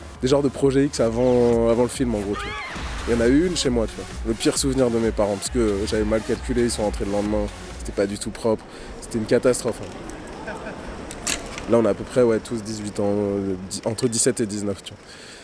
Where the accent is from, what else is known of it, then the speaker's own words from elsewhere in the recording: France; moi, en tant que, je sais pas, que amateur de rap, que jeune noir qui grandit en France.